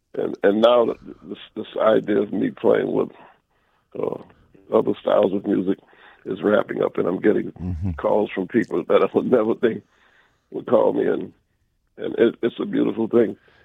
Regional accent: New Orleans, Louisiana, United States; because I come from New Orleans and we dance to jazz

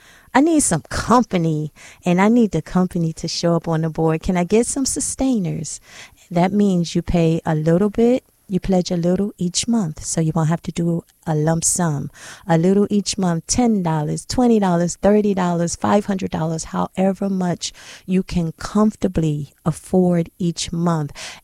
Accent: Philadelphia, Pennsylvania, United States; That's a Philly soul song. That's my hometown.

